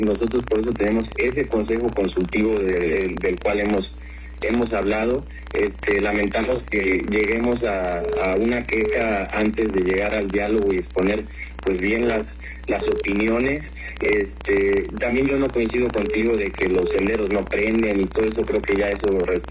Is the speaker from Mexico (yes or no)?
yes; Mexico City, Mexico; now in Acapulco, Mexico; No, yo soy de la Ciudad de México.